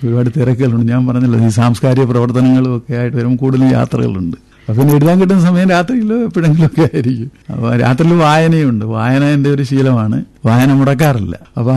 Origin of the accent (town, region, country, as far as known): Karunagappally, Kerala, India